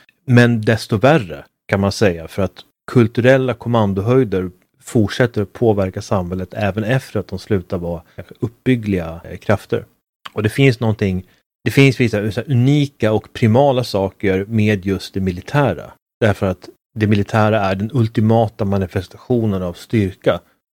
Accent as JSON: {"language": "Swedish", "country": "Sweden", "said": "som svensk"}